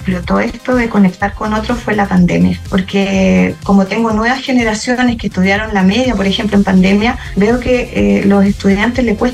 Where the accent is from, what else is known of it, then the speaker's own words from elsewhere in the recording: Valdivia, Los Ríos, Chile; born there; moved away as an adult; me encantaría volver a la ciudad donde nací y estudié en la Universidad Austral de acá de Valdivia